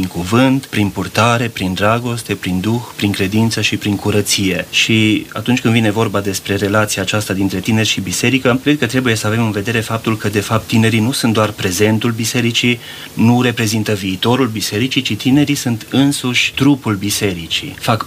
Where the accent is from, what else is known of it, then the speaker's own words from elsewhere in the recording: Breaza, Romania; Încă de când eram copil, în satul meu natal la Breaza